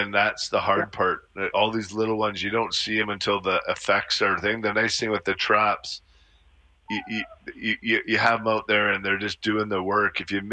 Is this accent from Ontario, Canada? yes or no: no; Calgary, Alberta, Canada; when I was a kid growing up in Bowness, we never had anything in our spinach or Swiss chard.